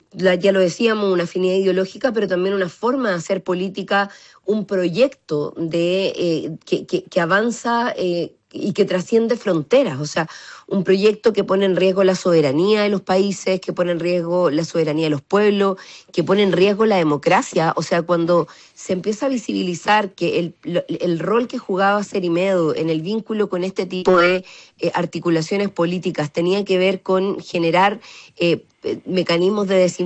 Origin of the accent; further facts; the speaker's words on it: Chile